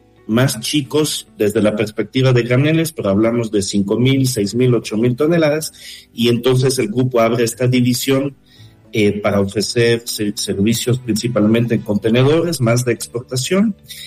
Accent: France; moved away as an adult; also born or lived in Italy; now in Mexico; tengo 20 años de tener el honor y el placer de vivir en México, pero yo soy franco-italiano, mamá italiana, papá francés, y llegué a México para terminar mis estudios. Como buen estudiante francés de intercambio

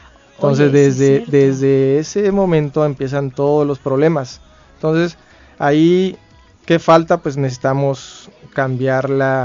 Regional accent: Mexico; somos mexicanos

